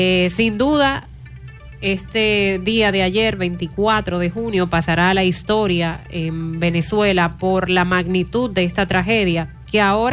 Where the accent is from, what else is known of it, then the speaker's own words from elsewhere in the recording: Dominican Republic; A nosotros como dominicanos nos duele bastante.